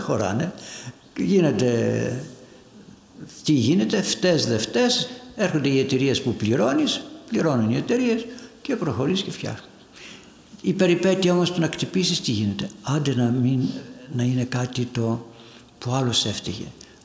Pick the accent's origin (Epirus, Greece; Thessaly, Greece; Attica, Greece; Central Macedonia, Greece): Thessaly, Greece; Larisa; born there; Εγώ γεννήθηκα στη Λάρισα, πάω στρατιώτης στον Εύρο, γνωρίζω μια κοπέλα, την παντρεύουμε.